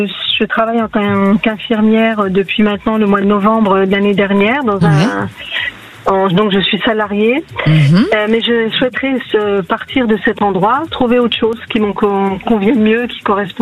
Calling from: Nice, Provence-Alpes-Côte d'Azur, France

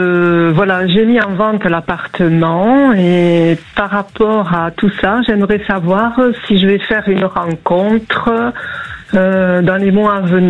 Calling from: Toulouse, Occitanie, France; Je vous appelle de Toulouse.

